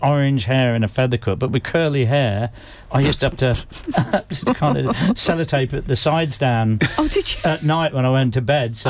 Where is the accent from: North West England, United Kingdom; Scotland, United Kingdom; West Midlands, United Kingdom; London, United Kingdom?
West Midlands, United Kingdom; Coventry; This is part of my journey through through growing up in Coventry. This is we're into 71 now, and I was 15.